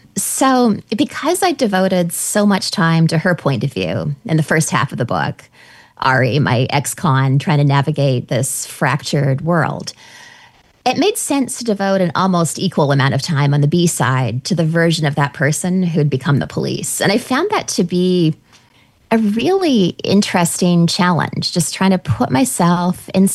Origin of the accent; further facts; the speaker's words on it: Vancouver Island, British Columbia, Canada; moved away as an adult; now in New York City, United States; I'm from rural British Columbia. I grew up on Vancouver Island. I have at this point been in New York City for really my entire adult life. I came here when I was 22 years old.